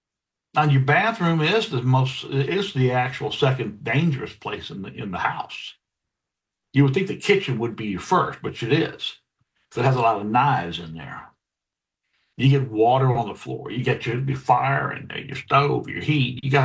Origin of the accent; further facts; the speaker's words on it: Columbus, Texas, United States; born there; I know where LaGrange is. I was born in Columbus, Texas.